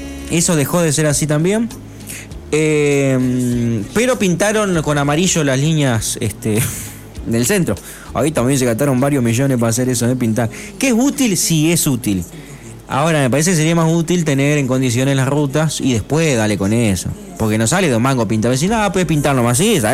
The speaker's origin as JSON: {"language": "Spanish", "town": "Strobel", "region": "Entre Ríos", "country": "Argentina", "said": "Te comento, yo soy de Strobel. En Strobel, años que no se asfalta ninguna calle"}